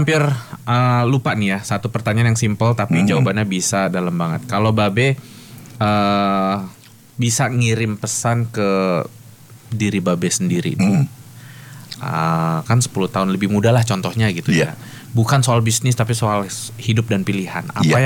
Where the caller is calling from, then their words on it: Yogyakarta, Special Region of Yogyakarta, Indonesia; Aku dari Jogja, masih status sebagai mahasiswi kedokteran hewan.